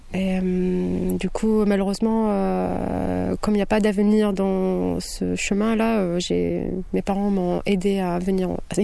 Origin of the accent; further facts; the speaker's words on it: Kabylie, Algeria; moved away as an adult; also born or lived in Norway / Colombia / Japan / Serbia; je suis algérienne, kabyle, des montagnes du coup de Nord d'Afrique, où j'ai grandi 17 ans de ma vie en Algérie.